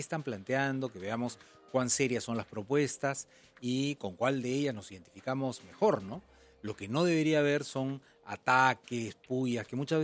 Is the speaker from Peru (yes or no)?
yes; Peru; todos somos peruanos